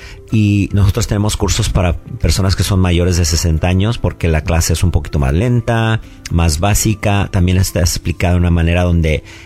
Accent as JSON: {"language": "Spanish", "country": "Mexico", "said": "Acuérdate que venimos de un país hermoso, como yo soy mexicano, donde sobrevivir es muy importante."}